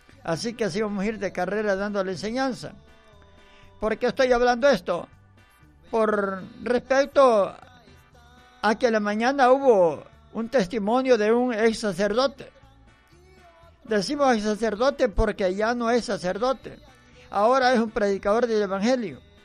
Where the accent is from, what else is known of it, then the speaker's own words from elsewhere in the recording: El Salvador; Como nosotros los salvadoreños que decimos buenas tardes.